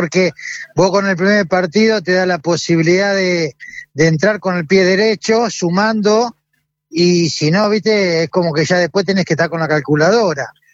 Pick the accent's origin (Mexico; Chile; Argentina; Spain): Argentina; No, y a lo mejor que nos puede haber pasado como argentino, ¿entendés?